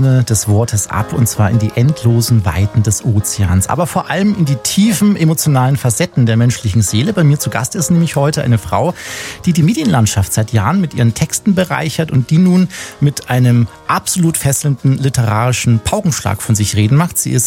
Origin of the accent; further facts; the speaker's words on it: Traunstein, Bavaria, Germany; born there; Also ich bin in Traunstein bin ich geboren.